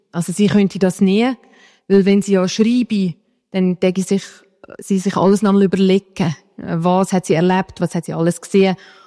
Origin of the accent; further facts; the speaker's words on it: Sargans, St. Gallen, Switzerland; moved away as an adult; now in Zurich, Switzerland; Eben, als ich von Sargans mal weg bin, um zu studieren